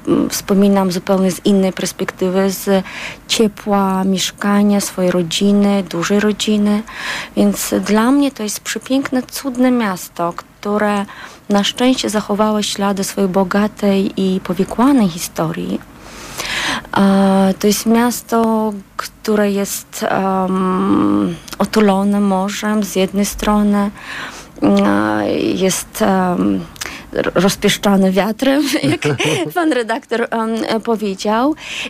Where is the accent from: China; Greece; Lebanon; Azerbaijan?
Azerbaijan; Baku; moved away as an adult; now in Poland; Do roku, miałam 24 lata, gdy wyjechałam z Azerbejdżanu i przyjechałam do Polski.